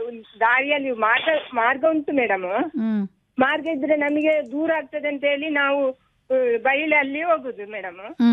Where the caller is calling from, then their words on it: Puttur, Karnataka, India; ನಾನು ಪುತ್ತೂರಿನಿಂದ … ಮಾತಾಡಿದ್ದೀನಿ.